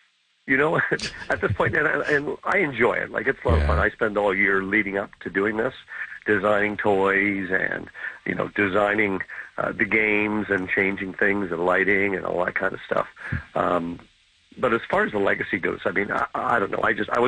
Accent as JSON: {"language": "English", "town": "Scarborough", "region": "Ontario", "country": "Canada", "tie": "born or raised there", "lives_now": "Whitby, Canada", "said": "I grew up in Scarborough, and I live in Whitby and downtown here."}